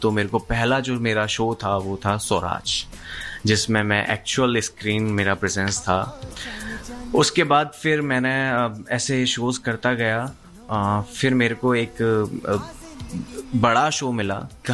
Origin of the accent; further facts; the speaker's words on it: Aligarh, Uttar Pradesh, India; also born or lived in Delhi; now in Mumbai, India; मैं अलीगढ़ से हूँ तो उतना ज़्यादा कुछ ऐसे क्रेज़ है नहीं वहाँ पे। देन फिर मैं दिल्ली आया, मैंने थिएटर किया। फिर 2022 में मैं मुंबई आया।